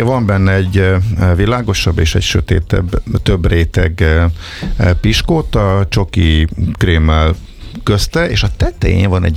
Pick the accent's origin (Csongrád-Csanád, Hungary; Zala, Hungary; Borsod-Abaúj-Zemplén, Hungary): Zala, Hungary; born there; now in Budapest, Hungary